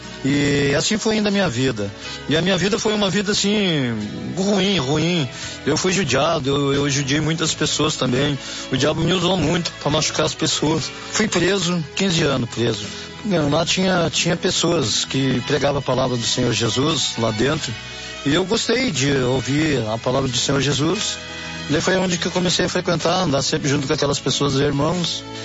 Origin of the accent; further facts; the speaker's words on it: Rio Grande do Sul, Brazil; sou do Rio Grande do Sul, tenho 55 anos.